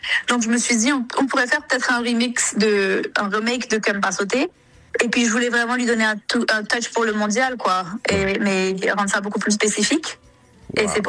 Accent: Haiti; also born or lived in Paris, France; Yo soy de origen francesa, chilena y haitiana. Yo nací en París, yo crecí en Haití toda mi vida

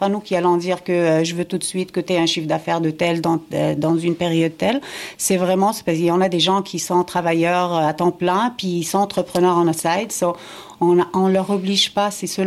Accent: Morocco; Regarde, moi, je viens du Maroc

